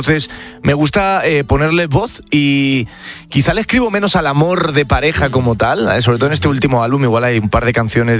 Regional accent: Spain; de primera mano en España, en mi país, abrazó la primera canción que saqué

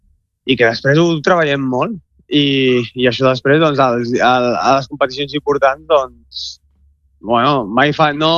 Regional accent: Barcelona, Catalonia, Spain; born there; jo soc català, nascut a Barcelona, però el meu pare és d'Escòcia i els meus avis són irlandesos i, clar, el meu cognom ve d'allà, ve d'Irlanda.

